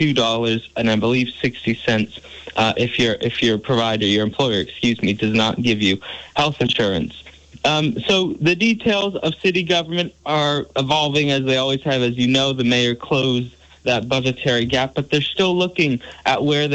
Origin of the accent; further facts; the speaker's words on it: Burlington, Vermont, United States; I grew up in Burlington